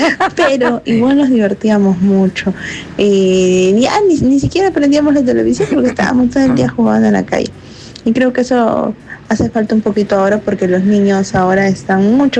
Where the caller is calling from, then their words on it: Lima, Peru; de Los Olivos.